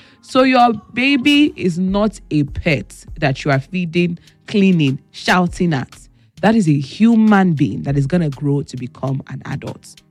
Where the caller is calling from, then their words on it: Ikorodu, Lagos, Nigeria; Good morning, Tife Adada. … from Ikorodu.